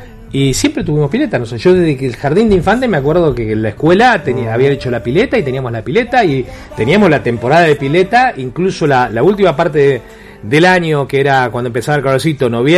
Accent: Monte Vera, Santa Fe, Argentina; yo que vengo de Montevera, de la Bernardino Rivadavia número 40, de la escuela primaria

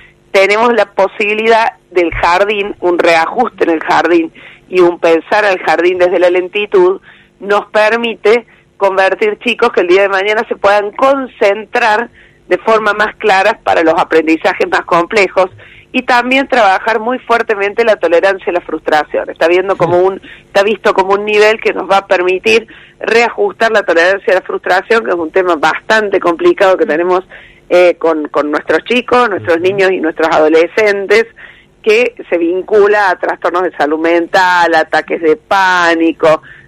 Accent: Córdoba, Argentina; accent: Cordoban; yo soy cordobesa.

